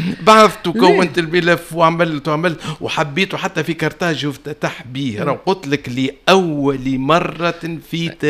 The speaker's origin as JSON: {"language": "Arabic", "country": "Tunisia", "said": "وأنا من تونس."}